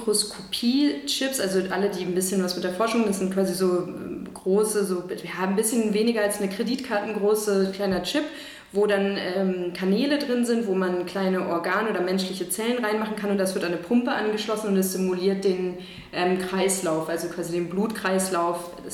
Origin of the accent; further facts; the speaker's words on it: Berlin, Germany; born there; Und dann bin ich am Ende zurück nach Berlin gezogen, wo ich geboren bin